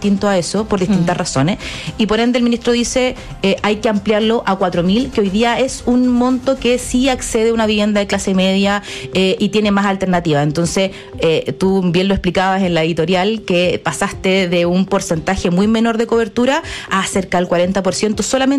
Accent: Buenos Aires, Argentina; te conozco desde muy chica, uh-huh, también, soy porteña

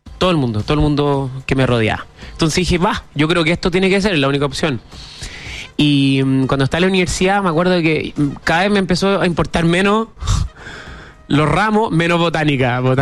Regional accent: San Fernando, O'Higgins, Chile; Bueno, yo soy de campo, al igual entiendo que tú.

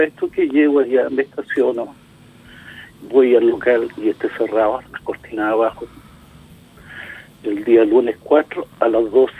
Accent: Tomé, Biobío, Chile; Yo soy de Tomé. Imagínate viajar exclusivamente a buscar algo así.

